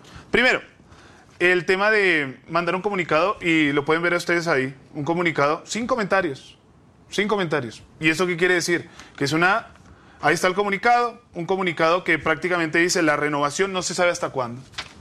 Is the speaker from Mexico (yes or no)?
no; Colombia; A mí me gustaría, como hincha de la Selección Colombia y como colombiano, saber...